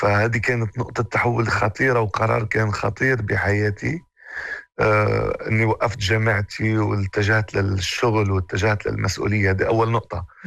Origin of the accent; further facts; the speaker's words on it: Lebanon; moved away as an adult; now in Morocco; أنا ظهرت من لبنان مش عارف أي اتجاه رايح فيه. يعني وصلت سوريا، الأردن، دبي. من دبي كان قراري أني أنا لازم أجي على المغرب. أنا خدت قرار أني أجي على المغرب، خدت قرار استقرار.